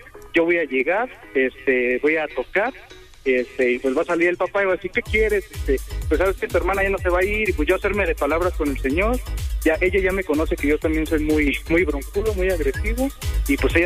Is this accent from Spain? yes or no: no; Colima, Mexico; Somos de Colima.